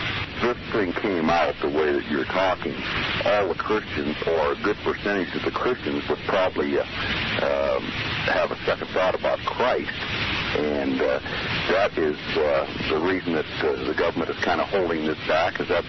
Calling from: Susanville, California, United States; Susanville.

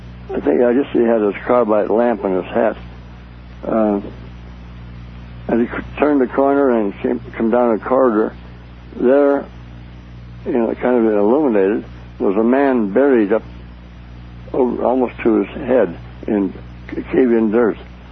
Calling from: Reno, Nevada, United States; I'm calling from Reno.

